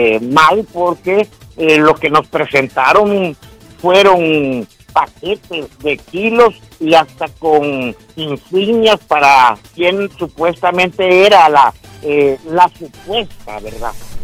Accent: Honduras; mi pueblo hondureño

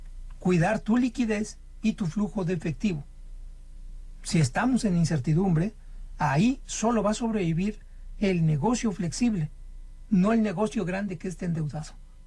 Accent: Mexico; un pequeño empresario como usted, como yo, mexicano

